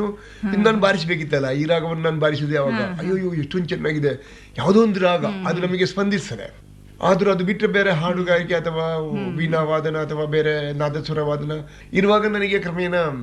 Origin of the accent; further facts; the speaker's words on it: Karnataka, India; ಮೂಲತಃ ನಾನು ಬಾಣೆ ಮಂಗಳೂರಿನ ಹತ್ತಿರ ಬಂಟ್ವಾಳ ತಾಲೂಕಿನಲ್ಲಿ ಗ್ರಾಮ ಅಲ್ಲಿ ಯಾವುದೇ ಸೌಕರ್ಯಗಳಿಲ್ಲ. ನಡ್ಕೊಂಡು ಹೋಗ್ಬೇಕು ಪೇಟೆಯಿಂದ 5-6 kilometers ನಡ್ಕೊಂಡು ಹೋಗಿದ್ದು.